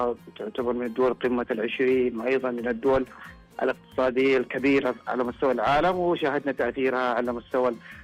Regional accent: Saudi Arabia; كسعوديين نفخر بمنجزات وطننا

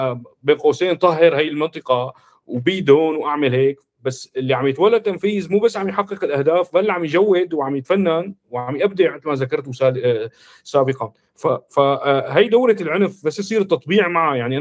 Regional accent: Syria

